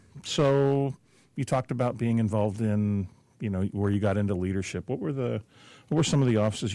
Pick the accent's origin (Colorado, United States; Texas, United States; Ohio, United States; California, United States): Ohio, United States; born there; Well, I was born in Ohio anyway, so we sort of left Michigan when I was young.